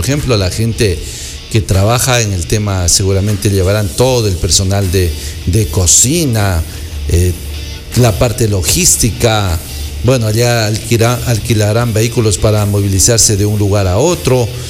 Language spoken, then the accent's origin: Spanish; Ecuador